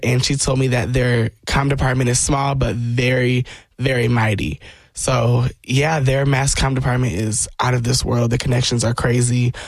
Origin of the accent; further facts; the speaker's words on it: Kankakee, Illinois, United States; moved away as an adult; now in Nashville, United States; I am from Kankakee, Illinois. Yes, Kankakee, Illinois, about 40 minutes south of Chicago.